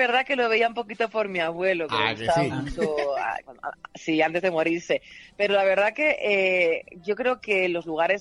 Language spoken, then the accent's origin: Spanish; Spain; now in Mexico; yo soy la güerita española, pero sin embargo, aunque tenga mis palabritas de acá, porque pues hoy estoy viviendo acá, ¿no?